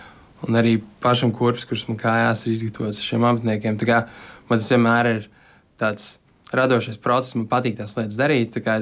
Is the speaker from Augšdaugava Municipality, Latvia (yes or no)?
no; Riga, Latvia; Mans mājas, tas ir, no kurienes es nāku, un es vienmēr šiem braucu atpakaļ, mēs abi ar sievas no šeienes, no Rīgas.